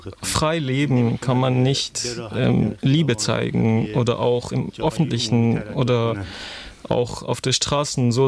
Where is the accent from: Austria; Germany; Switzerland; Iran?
Iran; German is a second language; ایران است ein schönes land ich will nicht über mein heimat schlecht reden leider sagen dass wir keine Freiheit da haben.